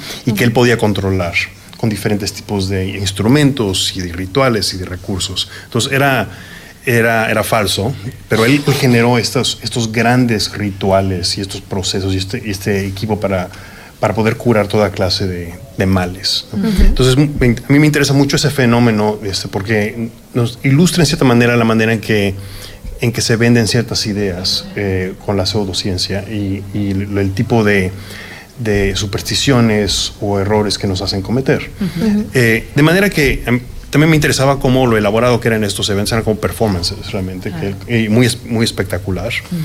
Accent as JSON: {"language": "Spanish", "country": "Mexico", "lives_now": "United States", "said": "soy artista mexicano que ha trabajado en Estados Unidos por muchos años."}